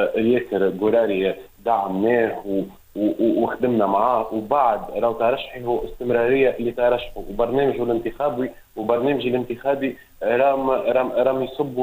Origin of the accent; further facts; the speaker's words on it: Tunisia; عندنا في تونس مخزون كبير